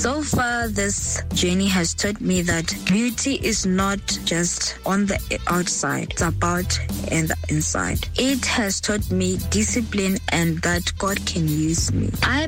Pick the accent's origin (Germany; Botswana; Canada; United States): Botswana; Serowe, Central District; I am 16 years old from 4 student schooling at GSS. I come from Serowe in Rakomuad.